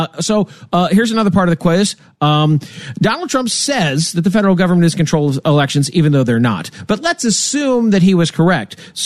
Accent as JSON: {"language": "English", "region": "Nebraska", "country": "United States", "tie": "born or raised there", "said": "One more good sign from my home state of Nebraska."}